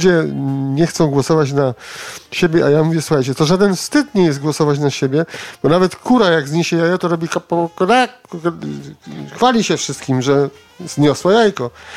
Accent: Greater Poland Voivodeship, Poland; accent: poznańsko-leszczyński zaśpiew; słyszę ten zaśpiew poznańsko-leszczyński, z który ja też mam, gdyż pochodzę z tamtych stron, jeśli chodzi o moją rodzinę.

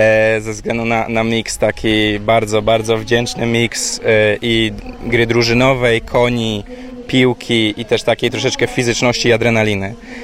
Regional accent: Gdańsk, Pomeranian Voivodeship, Poland; now in Warsaw, Poland; Dzisiaj mam, ja z Gdańska jestem, a do Warszawy dojeżdżamy cały weekend z tatą, żeby grać.

